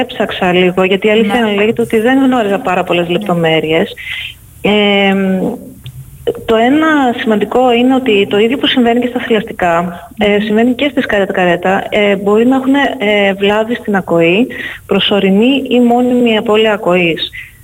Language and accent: Greek; Netherlands; Είμαι από την Ολλανδία.